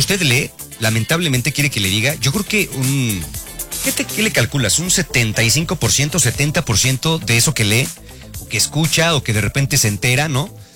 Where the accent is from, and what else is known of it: Mexico